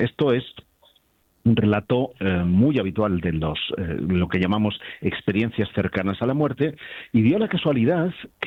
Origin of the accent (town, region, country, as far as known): Terrassa, Catalonia, Spain; born there